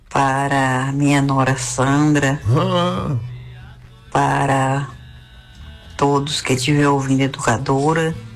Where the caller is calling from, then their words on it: Bahia, Brazil; de Água Quente